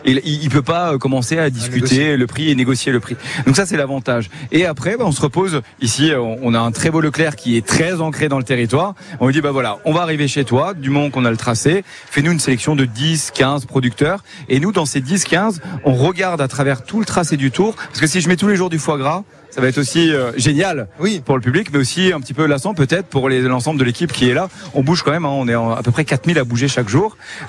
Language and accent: French; Grand Est, France